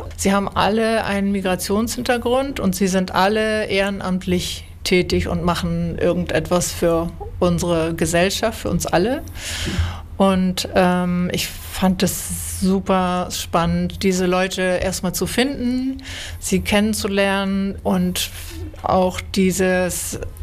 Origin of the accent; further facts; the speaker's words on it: Hamburg, Germany; now in Bremen, Germany